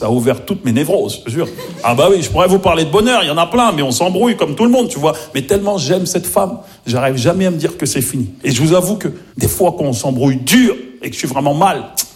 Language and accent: French; Maisons-Alfort, Île-de-France, France; born or raised there